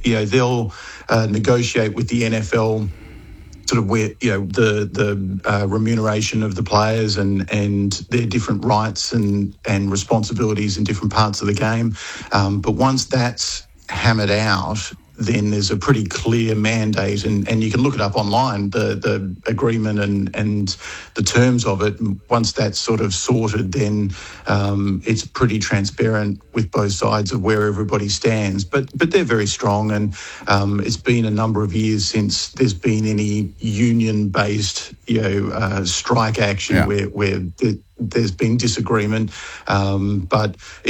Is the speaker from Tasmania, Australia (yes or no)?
no; Melbourne, Victoria, Australia; Sure. So I grew up in Melbourne. I'm a physio by background